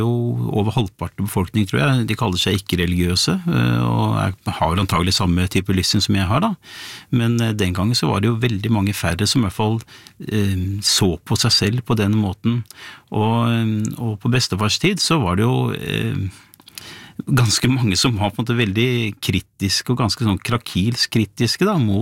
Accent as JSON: {"language": "Norwegian", "town": "Bærum", "region": "Akershus", "country": "Norway", "tie": "born or raised there", "said": "jeg vokste jo opp I Bærum på 70-tallet, blått og konservativt Bærum."}